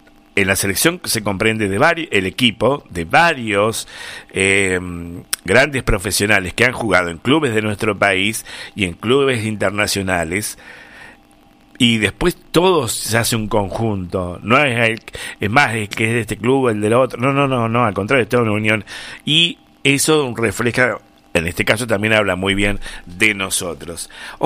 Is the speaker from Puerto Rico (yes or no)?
no; Argentina; somos argentinos